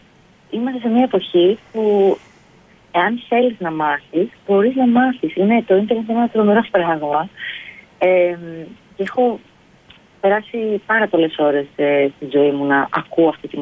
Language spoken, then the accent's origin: Greek; Athens, Attica, Greece; moved away as an adult; also born or lived in Thessaloniki; now in Berlin, Germany; Στην Ελλάδα, ναι, στην Αθήνα γεννήθηκα και μεγάλωσα στο Πολυτεχνείο Αδριατικής. Βορειοανατολική Αττική.